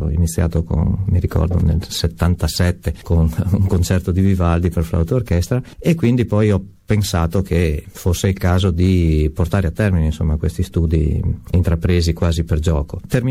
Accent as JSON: {"language": "Italian", "town": "Sacile", "region": "Friuli-Venezia Giulia", "country": "Italy", "tie": "born there", "said": "sono nato a Sacile oltre 50 anni fa."}